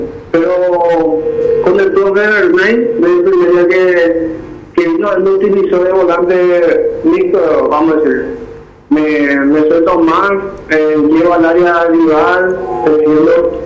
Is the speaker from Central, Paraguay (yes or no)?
no; Paraguarí, Paraguay; moved away